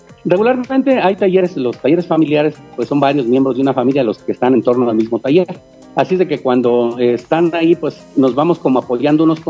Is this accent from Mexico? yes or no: yes; Santa Clara del Cobre, Michoacán, Mexico; soy de Santa Clara de Cobre, Michoacán, el único lugar donde con orgullo enseñamos el cobre, ¿verdad? Porque es el que nos hace famosos, ¿no?, a este pueblo bello. Bueno, yo tengo casi 50 años trabajando el cobre. Es hijo